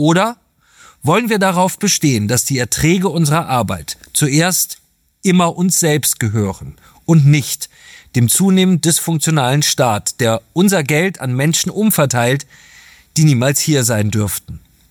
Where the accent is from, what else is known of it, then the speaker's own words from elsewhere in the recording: Germany; Als Gesellschaft, als Deutsche sind wir fähig, uns ein einzigartig lebenswertes Land zu schaffen